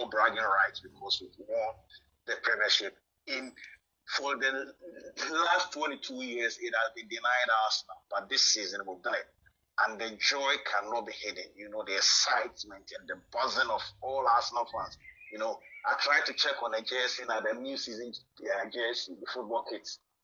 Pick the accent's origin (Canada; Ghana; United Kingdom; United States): Ghana; we as Africans, and most especially Ghanaians